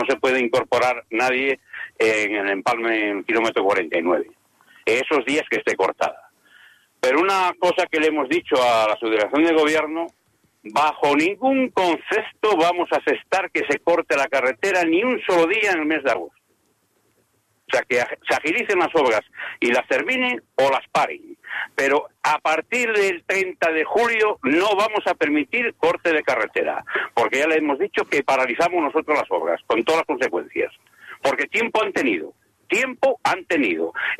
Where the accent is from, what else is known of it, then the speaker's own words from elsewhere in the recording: Zamora, Castile and León, Spain; será porque somos de Zamora